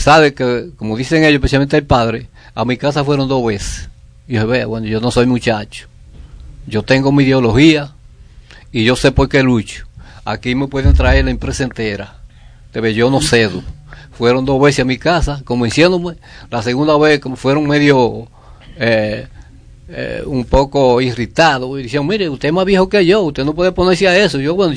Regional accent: La Vega, Dominican Republic; Nosotros vivimos Carrera de Palmas justamente frente a esa montaña.

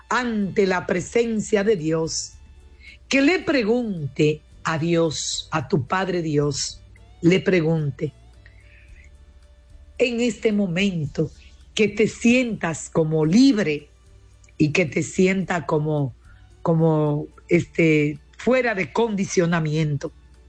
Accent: Dominican Republic; Y hoy podemos decir que somos República Dominicana.

